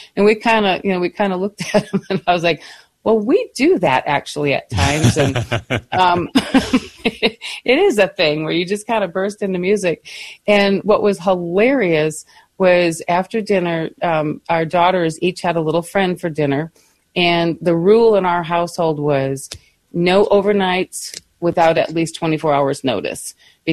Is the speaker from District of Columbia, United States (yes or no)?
no; Michigan, United States; I think of all of the outings that we did as children growing up in Michigan. You know, we were literally on the lake shore growing up. That was my home.